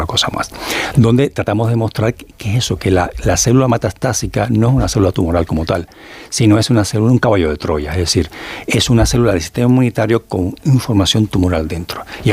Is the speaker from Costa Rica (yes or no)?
no; Cuba; es mi país, de hecho, ¿no? Pero como buen cubano me encanta el ballet.